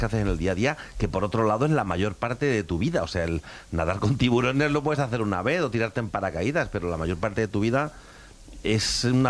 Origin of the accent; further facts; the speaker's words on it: Extremadura, Spain; Fíjate, curiosamente, como soy extremeño, lo buscaba con H